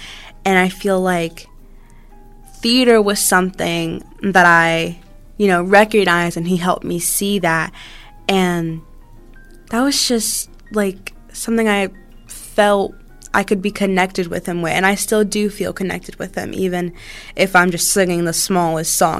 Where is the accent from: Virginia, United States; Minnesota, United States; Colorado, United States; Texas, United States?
Virginia, United States; I was born and raised in Virginia